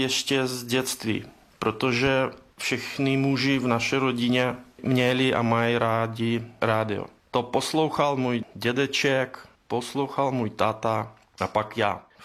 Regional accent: Minsk, Belarus; moved away; jsem původem z Mínska.

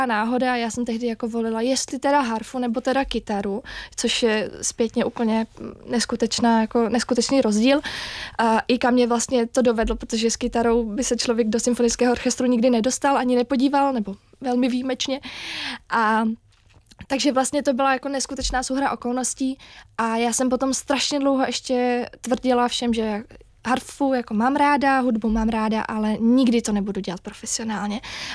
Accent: Prague, Czechia

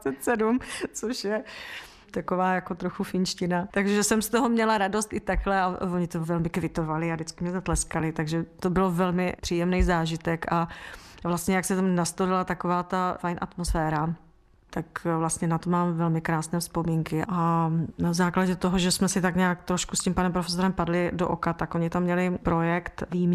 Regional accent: Brno, South Moravian Region, Czechia; Takže já, když jsem tam nastoupila, že jsem z Brna, tak on mě tam lapnul

